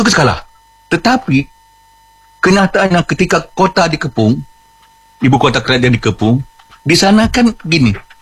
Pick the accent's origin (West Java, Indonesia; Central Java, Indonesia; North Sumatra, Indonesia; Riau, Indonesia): Riau, Indonesia